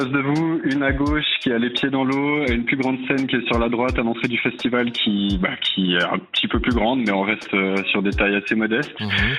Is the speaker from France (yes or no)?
no; Broye, Switzerland; now in La Tour-de-Trême, Switzerland; Non, mais par contre, je suis un broyard